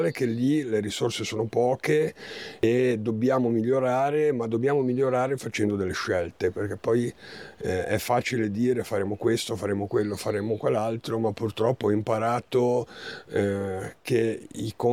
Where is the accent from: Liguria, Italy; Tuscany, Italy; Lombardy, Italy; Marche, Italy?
Liguria, Italy; Ronco Scrivia; io sono di Roscrivia